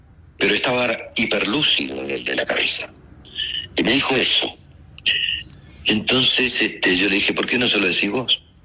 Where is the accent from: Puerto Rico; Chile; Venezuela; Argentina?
Argentina; Villa Devoto, Buenos Aires; Sí, yo nací y me crié en Devoto hasta los 15 años, sí.